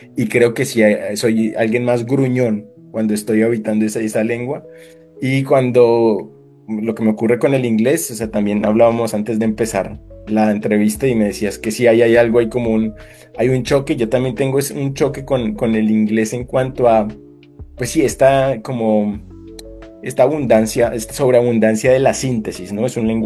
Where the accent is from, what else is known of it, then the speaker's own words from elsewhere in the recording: Bogotá, Colombia; first language Spanish; moved away; Que es muy bogotano, que como que decimos algo y cómo, tal cosa y cómo, pero exageramos muchísimo, muy rolo de donde soy yo.